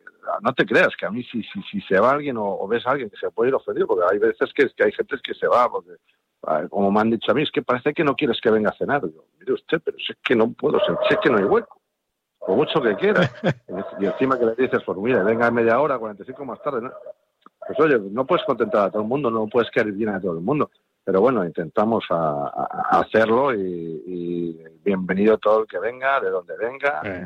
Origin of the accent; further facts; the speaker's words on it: Valladolid, Castile and León, Spain; soy de Valladolid